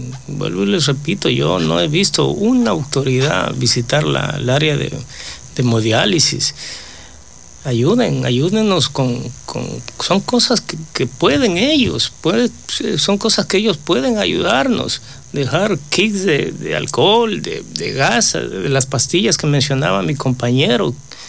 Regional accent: Ecuador; nosotros somos también ecuatorianos.

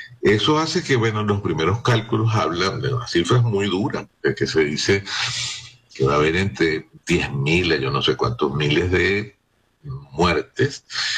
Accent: Venezuela; La realidad es que estamos muy compungidos, pues, como venezolanos, ante este evento que no se puede predecir

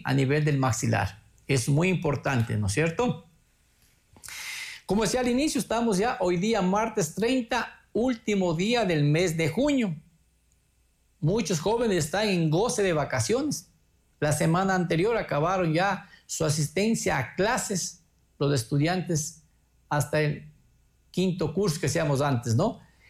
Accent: Sigchos, Cotopaxi, Ecuador; Antes se quemaba en mi ciudad natal, en la ciudad de Sitges

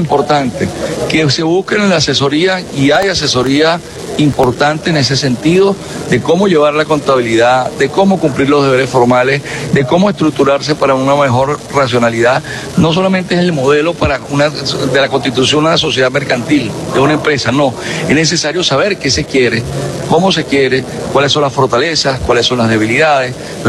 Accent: Venezuela; Somos venezolanos, somos usuarios, somos consumidores y estamos aquí

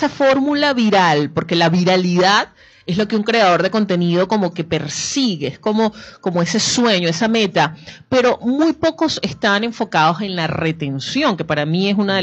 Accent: Barquisimeto, Lara, Venezuela; Yo soy súper guara.

